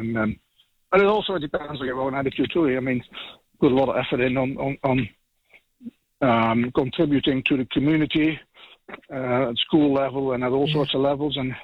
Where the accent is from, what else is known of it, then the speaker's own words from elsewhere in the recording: Netherlands; accent: Dutch; moved away as an adult; now in New Zealand; you can probably hear with my accent that I'm from the Netherlands.